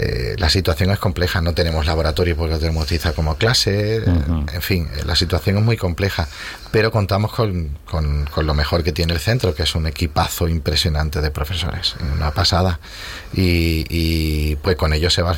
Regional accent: Almería, Andalusia, Spain; Para mí no hay tierra, no, mi tierra es el mundo, ¿no? Y no considero que Almería sea más tuya por llamarte Eva o mía por … que de Mustafa o de Fátima

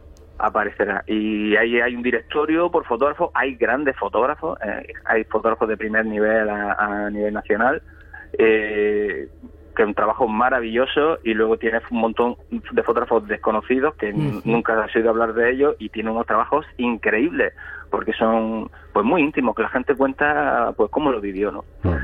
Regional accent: Almería, Andalusia, Spain; Yo creo que soy el único de Almería

